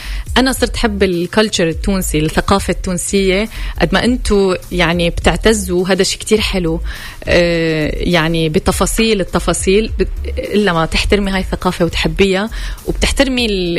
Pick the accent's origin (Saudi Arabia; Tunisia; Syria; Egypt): Syria; أنا سورية